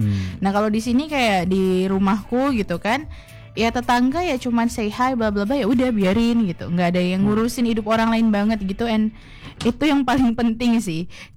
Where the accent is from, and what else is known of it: southern Sumatra, Indonesia; moved away